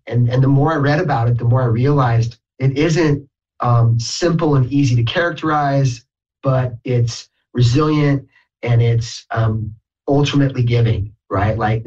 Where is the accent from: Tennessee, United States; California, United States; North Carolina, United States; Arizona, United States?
California, United States; Chico; even though growing up in Chico and growing up around kids whose parents were professors